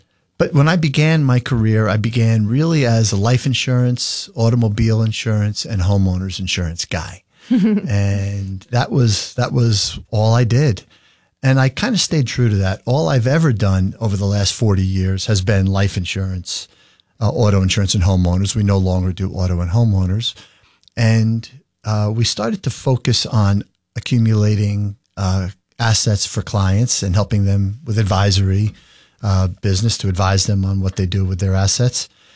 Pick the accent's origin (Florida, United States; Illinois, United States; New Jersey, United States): New Jersey, United States; Edison; I was born in New Jersey, in Edison, New Jersey, named after Thomas Alva Edison, the inventor of the light bulb, so some people think. I lived there for all of my years up to college, and then I moved to New Brunswick and went to Rutgers University.